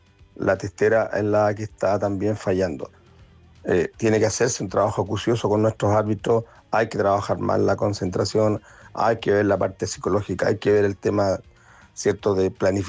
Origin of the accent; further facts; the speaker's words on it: Chile; como arbitraje chileno, como equipo de trabajo chileno